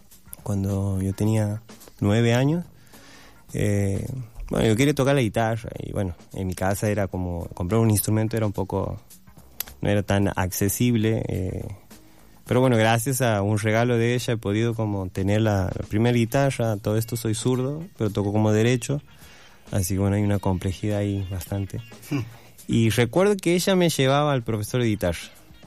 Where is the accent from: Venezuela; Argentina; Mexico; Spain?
Argentina; Santiago del Estero; now in Buenos Aires, Argentina